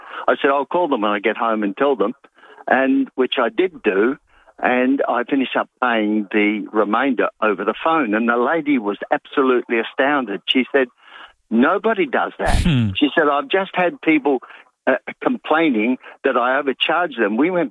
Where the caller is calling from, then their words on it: Naracoorte, South Australia, Australia; I'm from Narra Court